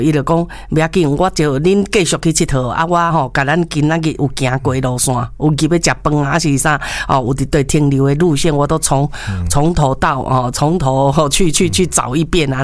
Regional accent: Taiwan

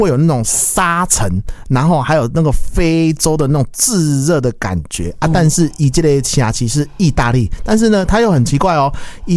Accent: Taiwan; 因为过去我们台湾人都比较去忌讳去谈这个老后啦

